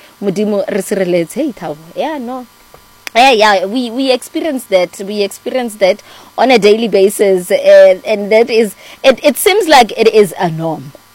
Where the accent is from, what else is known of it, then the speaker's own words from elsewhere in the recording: South Africa; being a South African